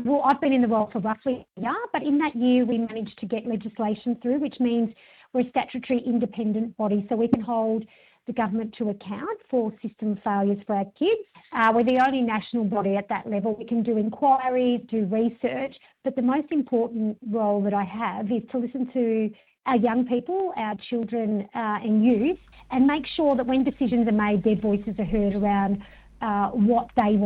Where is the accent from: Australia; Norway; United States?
Australia; Melbourne, Victoria; So I'm from Naam, so I'm a Wurundjeri Noongar Illawarra woman. I'm coming you to today from the lands of the Gadigal.